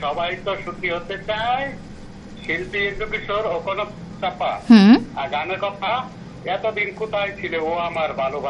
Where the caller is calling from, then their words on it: Phulbaria, Mymensingh Division, Bangladesh; আমার গ্রাম হচ্ছে কালাদহ, পণ্ডিত মাস্টার বাড়ি, ফুলবাড়িয়া, জেলা অভিভাবক, ময়মনসিংহ থেকে বলছি।